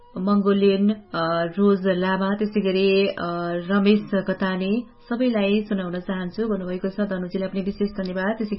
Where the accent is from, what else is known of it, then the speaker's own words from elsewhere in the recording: Bagmati, Nepal; हजुर मेरो घर त रामिसाकै हो नि।